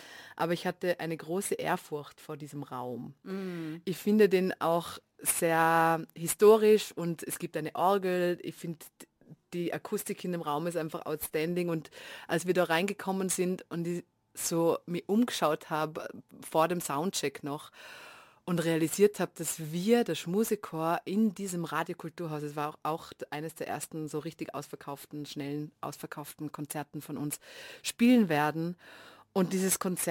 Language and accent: German; Vienna, Austria; in dem ich ganz selten war als Wienerin, weil ich das Gefühl habe, da gehen hauptsächlich TouristInnen hin